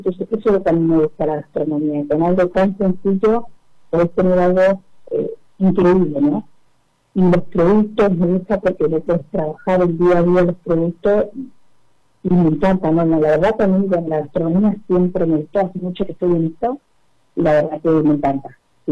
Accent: Zapala, Neuquén, Argentina; yo pertenezco a Zapala, estoy en Moreno, a 20 kilómetros de Zapala.

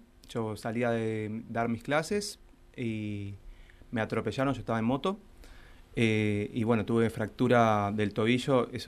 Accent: Argentina; Pero bueno, dentro de todo sigo en mi actividad y le estamos remando, como todo argentino en este momento.

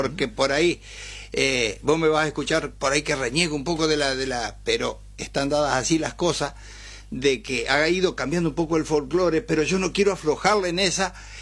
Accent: Maciel, Santa Fe, Argentina; Yo nazco en Maciel, zona campo. Ajá. Campo. Y me fui criando justamente en este ambiente

